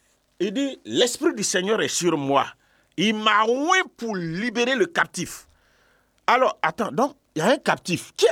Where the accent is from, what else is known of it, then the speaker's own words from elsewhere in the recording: Bondoukou, Zanzan, Côte d’Ivoire; je me suis retrouvé à un carrefour chez moi à Bondoukou.